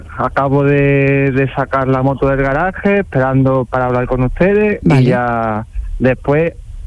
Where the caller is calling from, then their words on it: Málaga, Andalusia, Spain; En Málaga.